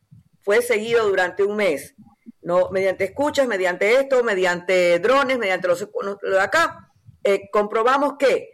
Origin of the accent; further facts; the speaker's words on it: Ecuador; nos merecemos el respeto como ecuatorianos